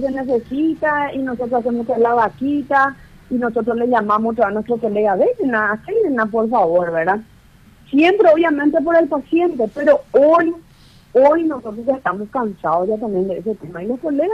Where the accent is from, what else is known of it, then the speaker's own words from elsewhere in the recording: Paraguay; Hoy nosotros como paraguayos